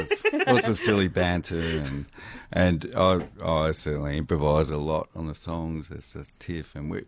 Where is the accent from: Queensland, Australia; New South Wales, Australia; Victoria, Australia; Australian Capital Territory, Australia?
Victoria, Australia; Melbourne; now in Alice Springs, Australia; I'm from Melbourne originally, but I moved to Alice in 92.